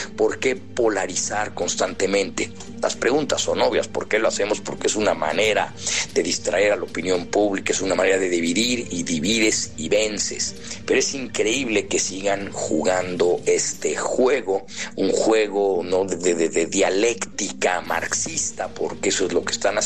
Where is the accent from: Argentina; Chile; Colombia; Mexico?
Mexico; No somos indígenas y tampoco somos españoles, somos la mezcla de las dos cosas.